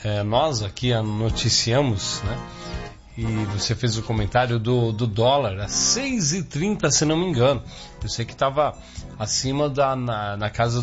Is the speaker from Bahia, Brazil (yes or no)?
no; Curitiba, Paraná, Brazil; moved away; lá em Curitiba, na minha terra natal